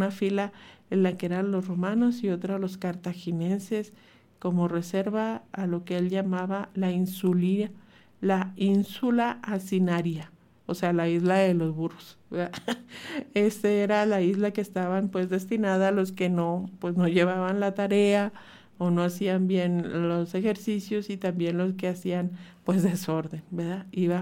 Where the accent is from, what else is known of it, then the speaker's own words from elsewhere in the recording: Chihuahua, Mexico; born there; Yo soy nacida en Chihuahua y la colonia industrial es donde vive toda mi familia